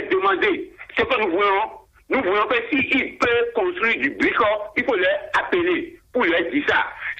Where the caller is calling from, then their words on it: Ouidah, Atlantique, Benin; Je vous appelle de Ouida